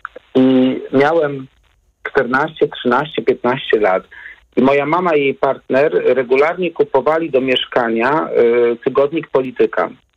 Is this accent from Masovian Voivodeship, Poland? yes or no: yes; Warsaw, Masovian Voivodeship, Poland; born or raised there